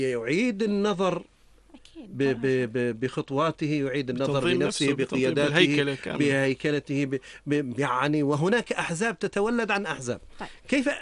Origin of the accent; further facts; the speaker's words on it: Jordan; نحن مواطنين أردنيين